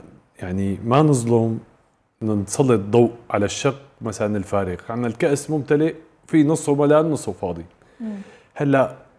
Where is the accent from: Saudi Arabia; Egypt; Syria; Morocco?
Syria; أنا لما نحكي كسوري